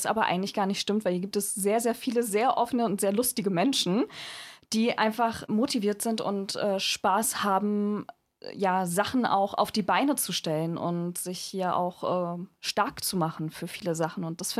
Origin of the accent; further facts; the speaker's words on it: Mecklenburg-Vorpommern, Germany; now in Greifswald, Germany; Ich komme aus Vorpommern. Ich bin ursprünglich im Bad aufgewachsen, war da sehr lange auch bei der Vorpommerschen Landesbühne Anklam tätig.